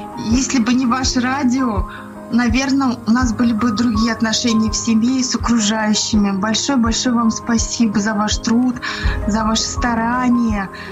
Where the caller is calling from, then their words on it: Russia; я из России звоню.